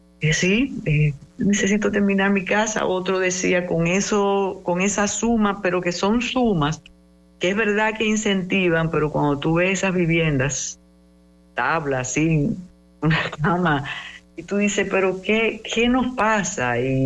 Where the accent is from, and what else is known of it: Dominican Republic